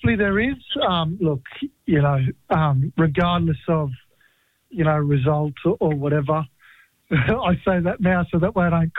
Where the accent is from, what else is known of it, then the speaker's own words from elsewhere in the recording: Queensland, Australia; I'm a Queenslander